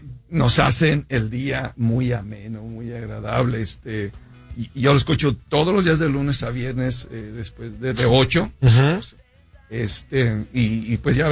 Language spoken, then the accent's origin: Spanish; Los Reyes, Michoacán, Mexico; Yo soy originario de Los Reyes, Michoacán.